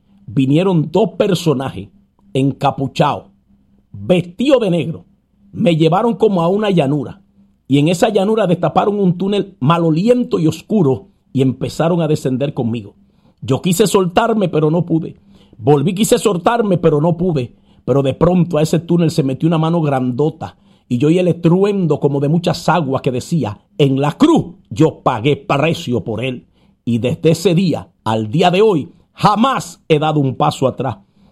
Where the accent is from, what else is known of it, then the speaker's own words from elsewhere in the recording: Dominican Republic; en mi país, en República Dominicana